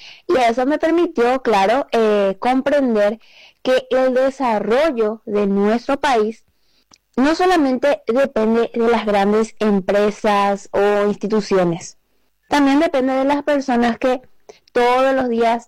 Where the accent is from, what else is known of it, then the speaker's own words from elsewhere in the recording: Paraguay; Soy una joven paraguaya